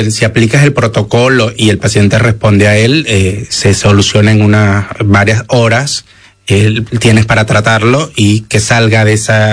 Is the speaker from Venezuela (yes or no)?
yes; Venezuela; más, la comunidad venezolana somos como más